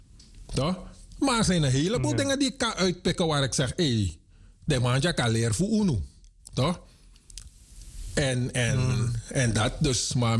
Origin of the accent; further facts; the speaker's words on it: Suriname; now in Netherlands; Wij als Surinamers zouden gewoon zeggen: ja, zijn moos, vriend.